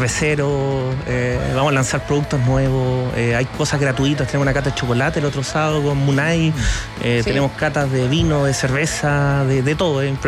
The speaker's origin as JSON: {"language": "Spanish", "town": "Santiago", "region": "Santiago Metropolitan Region", "country": "Chile", "tie": "born or raised there", "said": "Yo soy nacido y criado en San Miguel. Vivo a 8 cuadras."}